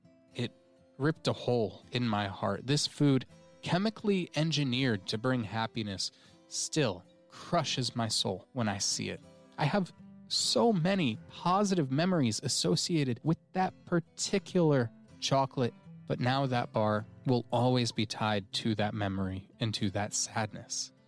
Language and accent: English; Colorado, United States; born or raised there; moved away as an adult; now in Adelaide, Australia